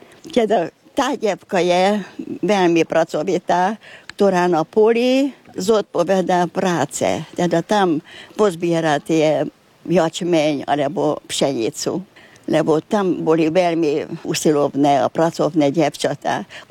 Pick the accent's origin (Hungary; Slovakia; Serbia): Hungary; Bükkszentkereszt, Borsod-Abaúj-Zemplén; To je ako nemecké slovo, ale u nás v Novej Hute tak hovorili, že šlogár